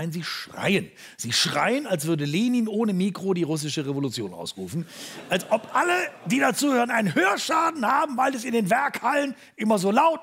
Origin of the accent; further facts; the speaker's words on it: Duisburg, North Rhine-Westphalia, Germany; born there; Ich komme übrigens auch gebürtig aus Duisburg.